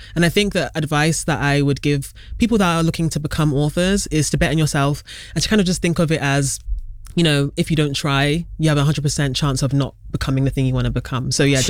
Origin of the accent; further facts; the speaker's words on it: Croydon, London, United Kingdom; also born or lived in Scotland; So the area I'm from, Croydon, is an area that experiences a lot of economic, you know, issues.